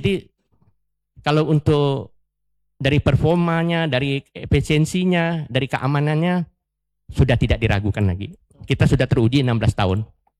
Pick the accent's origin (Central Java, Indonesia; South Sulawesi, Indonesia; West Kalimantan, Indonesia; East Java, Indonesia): West Kalimantan, Indonesia; saya sebagai masyarakat diundang bagian dari Kalbar ya, putra daerah